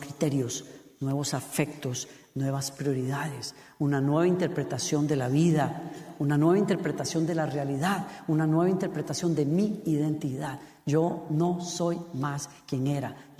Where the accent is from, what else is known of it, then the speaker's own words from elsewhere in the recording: Costa Rica; now in United States; Cuando yo llegué a los Estados Unidos, yo vengo de Costa Rica, para los de ustedes que no saben, Tiquicia, como le decimos allá.